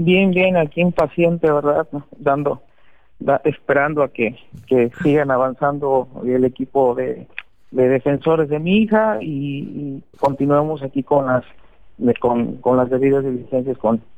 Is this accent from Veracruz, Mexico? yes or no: yes; Poza Rica, Veracruz, Mexico; nosotros somos de Poza Rica, Veracruz